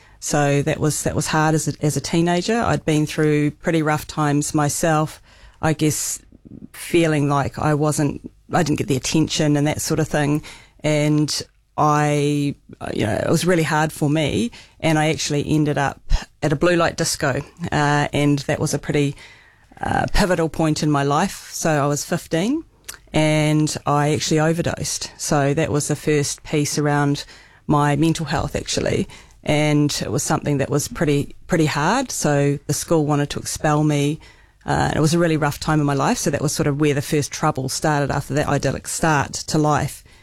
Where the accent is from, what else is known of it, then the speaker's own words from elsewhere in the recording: Hobsonville, Auckland, New Zealand; born there; I was born in West Auckland in Hobsonville. Grew up there for the first 18 months or so of my life.